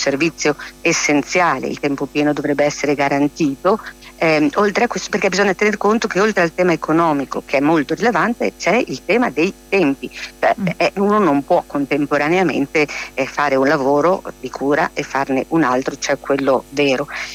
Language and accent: Italian; Emilia-Romagna, Italy; sono dell'Emilia Romagna